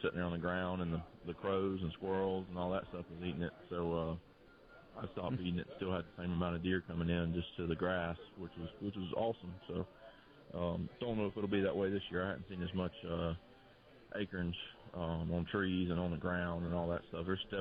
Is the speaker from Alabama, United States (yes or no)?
yes; Baldwin County, Alabama, United States; growing up in Baldwin County.